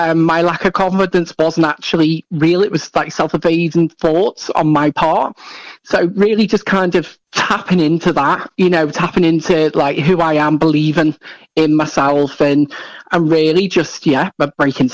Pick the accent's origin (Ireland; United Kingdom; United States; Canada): United Kingdom; Liverpool, North West England; I'm originally based from Liverpool, so I'm a Scouser, just like 30 Talk or Charlotte.